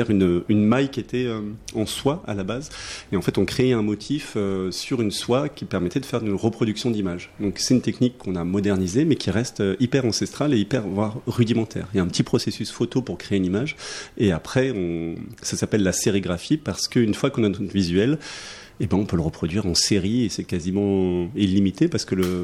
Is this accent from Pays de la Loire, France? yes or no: no; Auvergne-Rhône-Alpes, France; Moi, je viens d'Ardèche, donc je suis au nord d'Aubenas.